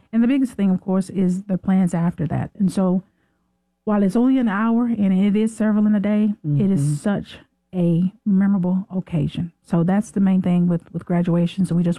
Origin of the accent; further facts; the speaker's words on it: United States; Originally, I am from Moore County.